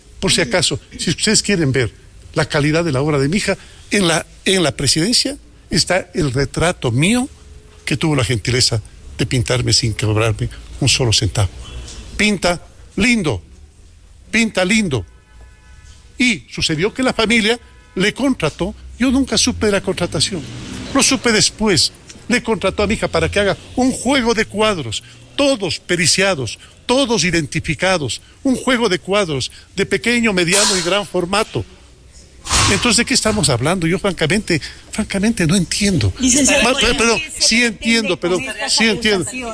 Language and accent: Spanish; Ecuador; como buenos ecuatorianos, ayudamos a rescatar la institucionalidad.